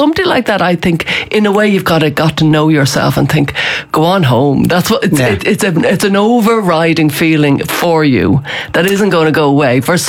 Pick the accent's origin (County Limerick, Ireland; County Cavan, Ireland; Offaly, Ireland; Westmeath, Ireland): Offaly, Ireland; Tullamore; I'm from Tullamore, everybody I know is around me, and that's what I need.